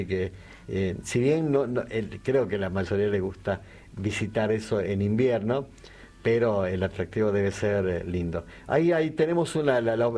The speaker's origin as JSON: {"language": "Spanish", "region": "Jujuy", "country": "Argentina", "said": "Pues yo soy Jujuy"}